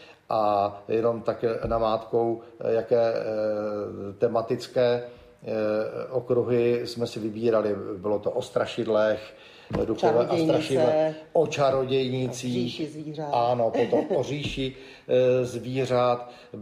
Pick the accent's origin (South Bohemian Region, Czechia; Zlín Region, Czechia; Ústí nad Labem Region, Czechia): Zlín Region, Czechia; Zlín; Ano, jsem Valach. Rodák ze Zlína, což je taková brána Valašska.